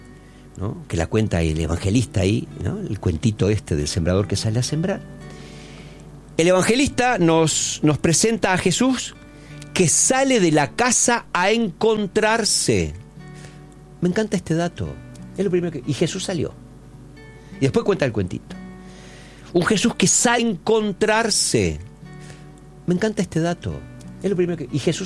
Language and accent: Spanish; Argentina